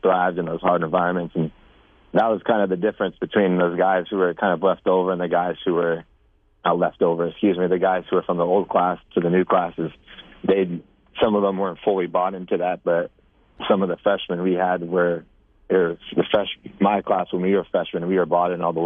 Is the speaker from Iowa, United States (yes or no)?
no; Santa Rosa, California, United States; I came from Santa Rosa, so it's small.